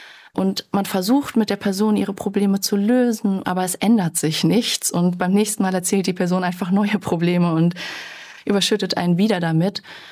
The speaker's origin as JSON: {"language": "German", "country": "Germany", "tie": "born or raised there", "first_language": "German and French", "said": "ich bin zweisprachig aufgewachsen, mit meinem Vater habe ich Französisch gesprochen, mit meiner Mutter Deutsch, ich bin ja auch in Deutschland aufgewachsen."}